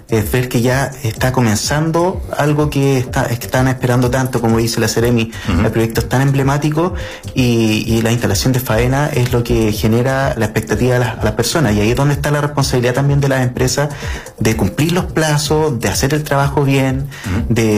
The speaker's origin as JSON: {"language": "Spanish", "country": "Chile", "said": "la manera que tenemos nosotros de desarrollar la ciudad acá en Chile"}